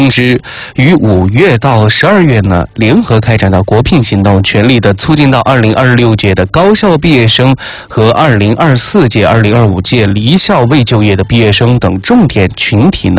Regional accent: Sichuan, China; 也就是我们四川话的所谓的谷子哈

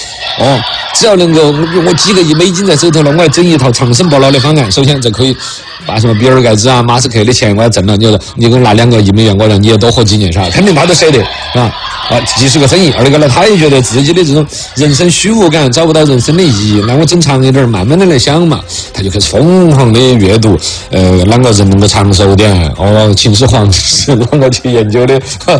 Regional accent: China

